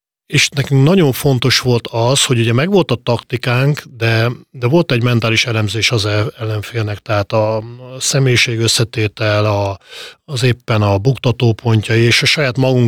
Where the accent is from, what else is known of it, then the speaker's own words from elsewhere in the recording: Hungary; de én azt gondolom, hogy azért magyarok vagyunk